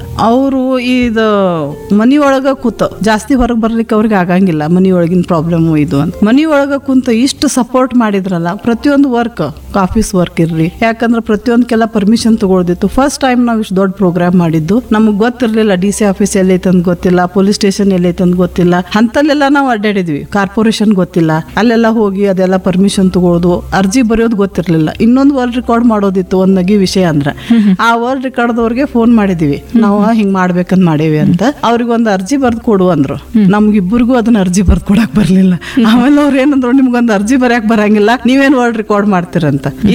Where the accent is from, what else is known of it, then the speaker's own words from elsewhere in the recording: Munavalli, Karnataka, India; now in Belagavi, India; ನಾನು ಹುಟ್ಟಿದ ವಾತಾವರಣ ಮುನ್ನವಳ್ಳಿ ಅಂದ್ರೆ ಮುನಿಗಳ ಹಳ್ಳಿ, ಅದು ಮೋಸ್ಟ್ಲಿ ಅಲ್ಲಿ ಆ ವಾತಾವರಣದೊಳಗನ ಆಧ್ಯಾತ್ಮಿಕತೆ ಅನ್ನೋದು ತುಂಬೈತಿ ಅಂತ ನಂಗೆ ನಮ್ಮೂರಿನ ಬಗ್ಗೆ ಬಹಳ ಹೆಮ್ಮೆ.